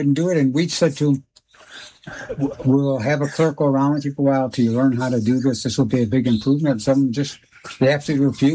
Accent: Buffalo, New York, United States; So when I was a kid and growing up in Buffalo, New York, and unions were really strong there.

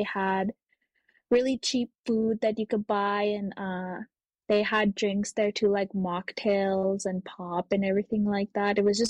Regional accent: Wabasca, Alberta, Canada; also born or lived in Dillon, Saskatchewan; I'm from Wabasca, Alberta on my late father's side, and that's Woodlands Cree territory. And I'm from Dillon, Saskatchewan on my late mom's side, and that's Dene Sunkline territory.

